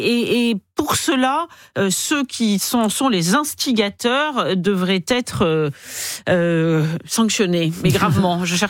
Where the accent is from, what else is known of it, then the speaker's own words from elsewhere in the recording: France; on se sent humilié presque en tant que Français